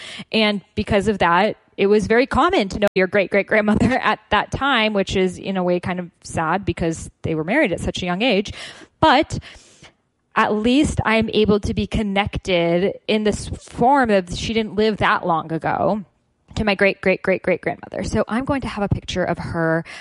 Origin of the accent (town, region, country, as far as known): Boston, Massachusetts, United States; born or raised there